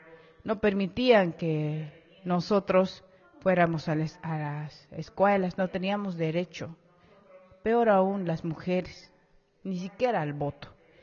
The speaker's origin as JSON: {"language": "Spanish", "country": "Bolivia", "said": "el boliviano, el sangre de indio, como somos, nos identificamos indígenas originarios"}